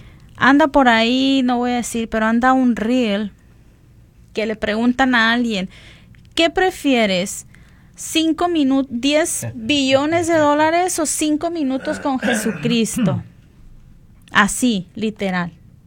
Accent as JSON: {"language": "Spanish", "country": "Mexico", "said": "porque como mexicanos sí somos muy dados a usar esa frase."}